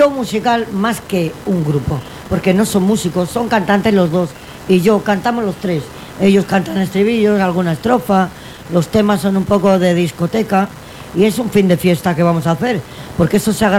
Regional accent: Gandia, Valencian Community, Spain; Y que soy de Gandía.

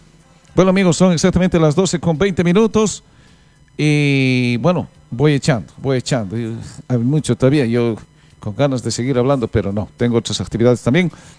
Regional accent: Potosí, Bolivia; now in Montero, Bolivia; potosino, yayagüeño, digo, primero soy boliviano, después seré de un departamento.

